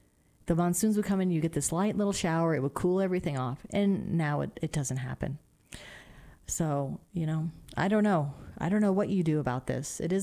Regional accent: Nevada, United States; now in New Mexico, United States; In my home state where I have family in Nevada, up by Reno, northern Nevada

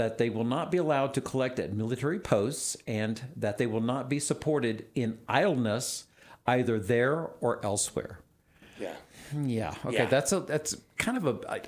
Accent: the South, United States; born there; as a Southerner by birth

